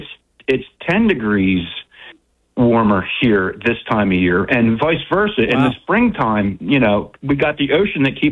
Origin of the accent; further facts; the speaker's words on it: Linwood, New Jersey, United States; I grew up in Linwood, so that's real close to the ocean.